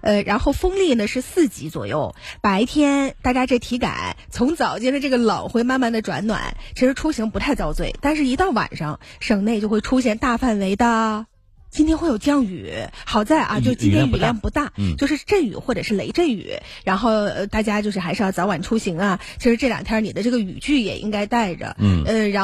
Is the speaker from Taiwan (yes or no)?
no; Northeast China, China; accent: Northeastern (Dongbei) dialect; 用那个咱们东北话说那家里可硬了